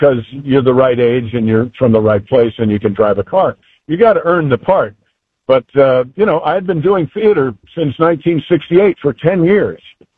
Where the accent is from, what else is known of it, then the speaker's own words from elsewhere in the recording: New York, United States; And I was 18 from Westchester County, New York, and I had only had my driver's license for about 2 years.